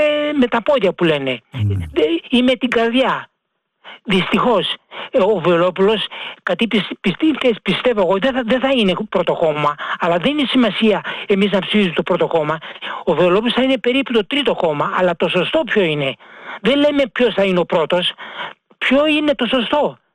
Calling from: Glyfada, Attica, Greece; από την Γλυφάδα.

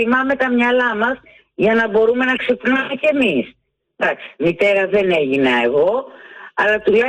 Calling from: Eastern Macedonia and Thrace, Greece; Από εκεί είμαι, από τον Εύρο είμαι.

